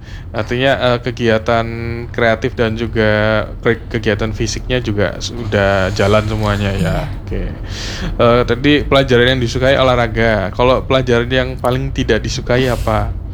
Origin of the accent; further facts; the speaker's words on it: Java, Indonesia; Saya juga asli Jawa.